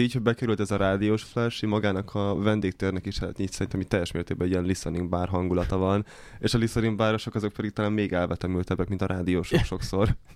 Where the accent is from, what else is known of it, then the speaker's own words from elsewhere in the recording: Transylvania, Romania; alapvetően így én Erdélyből származok, és 15 éves korom óta így nyomom a DJ-zést.